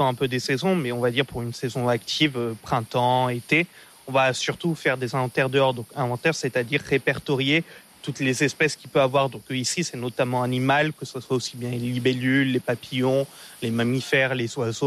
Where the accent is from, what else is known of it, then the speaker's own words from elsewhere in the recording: Auvergne-Rhône-Alpes, France; Et le week-end, ma mère était allée à son église, donc par chez nous en Haute-Loire